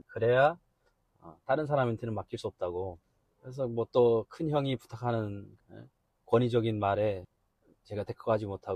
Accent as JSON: {"language": "Korean", "country": "North Korea", "tie": "born or raised there", "also_born_or_lived": "China", "moved": "yes", "lives_now": "South Korea", "said": "그때가 98년도에 제가 탈북을 했으니까"}